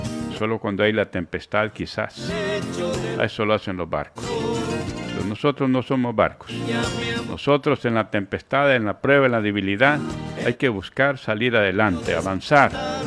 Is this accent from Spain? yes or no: no; Honduras; Mejores como hondureños